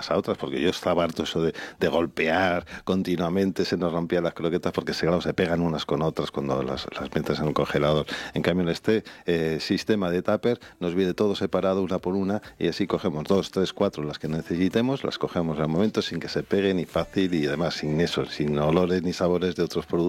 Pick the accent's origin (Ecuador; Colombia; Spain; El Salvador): Spain; muy de nuestra tierra, de nuestra tierra de España